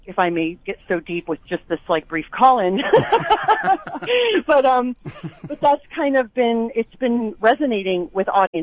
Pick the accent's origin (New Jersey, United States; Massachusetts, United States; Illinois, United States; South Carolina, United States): Illinois, United States; Chicago; moved away; I'm from Chicagoland.